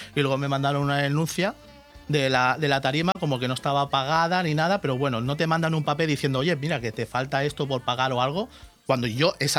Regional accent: Villajoyosa, Valencian Community, Spain; desde que hago cosas por mi pueblo o cosas que ya la gente está viendo, que yo hablo de los comercios, porque la verdad es que los comercios no tenemos ayuda ninguna. Todos los comercios de Villajoyosa no tenemos ayuda ninguna.

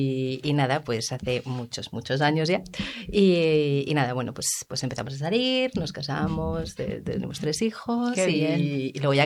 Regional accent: Madrid, Community of Madrid, Spain; born there; somos de Madrid, los dos nacimos aquí

